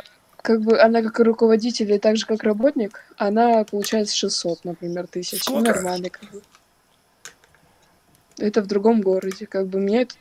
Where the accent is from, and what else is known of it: Moscow, Russia